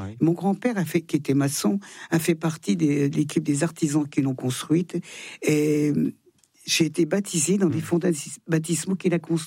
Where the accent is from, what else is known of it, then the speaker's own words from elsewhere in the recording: Thonon-les-Bains, Auvergne-Rhône-Alpes, France; born there; Je suis née à Thonon.